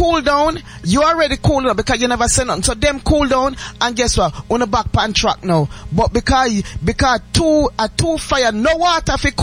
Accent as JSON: {"language": "English", "country": "Jamaica", "tie": "born or raised there", "said": "Growing up in Jamaica"}